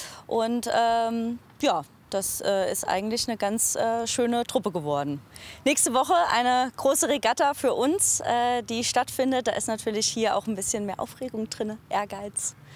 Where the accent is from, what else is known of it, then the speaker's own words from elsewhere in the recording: Germany; now in Mainz, Germany; Ich bin eigentlich direkt am Rhein aufgewachsen.